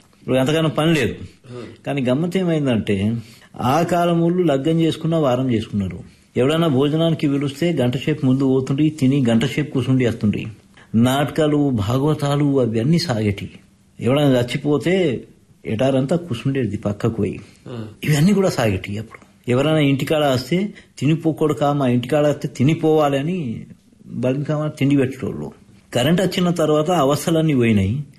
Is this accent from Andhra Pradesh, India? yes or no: no; Adilabad, Telangana, India; born there; నేనైతే ఈడే పుట్టిన, నేను పుట్టింది ఆదిలాబాద్లోనే. ఇక్కడ బ్రాహ్మణ వాళ్ళు కట్టుకో కిరాయికు ఉంటుంటే ఆడనే పుట్టినాం.